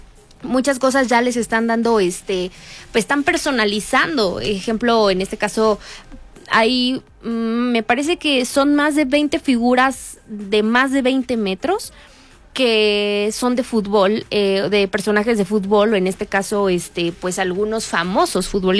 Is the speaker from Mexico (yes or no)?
yes; Mexico; siempre dejando todo para el último como buen mexicano